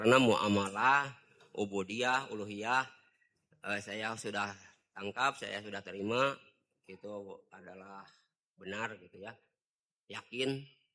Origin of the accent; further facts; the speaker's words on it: Caringin, West Java, Indonesia; dari Caringin.